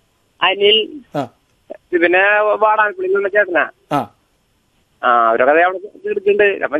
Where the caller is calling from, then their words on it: Pazhuvil, Kerala, India; ഇത് തൃശ്ശൂർ ജില്ലയിലെ പഴുവിൽ